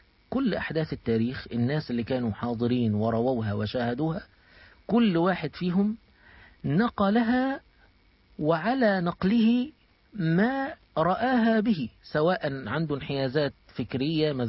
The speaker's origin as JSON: {"language": "Arabic", "country": "Egypt", "said": "أنا كمصري"}